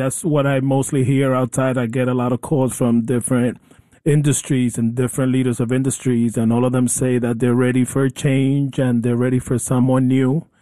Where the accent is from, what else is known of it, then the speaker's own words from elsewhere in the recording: New York, United States; as a New Yorker